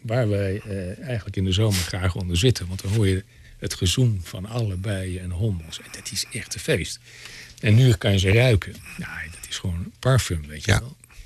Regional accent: Weststellingwerf, Friesland, Netherlands; Want wij komen uit Weststellingwerf. Mijn vader in de buurt van Oldenbekoop, Wolvenga.

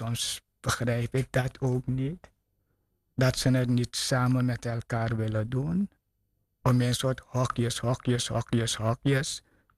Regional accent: Suriname; ik ben in Suriname geboren. Dat stadmensen keken neer tegen binnenlandbewoners vroeger. En ik was nog een kind.

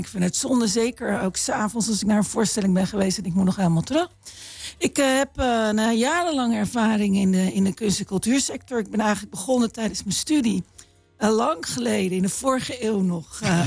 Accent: Voorburg, South Holland, Netherlands; born there; moved away; also born or lived in Veenendaal; Ik ben geboren in Voorburg. Mijn heel veel vrienden wonen ook nog in het westen.

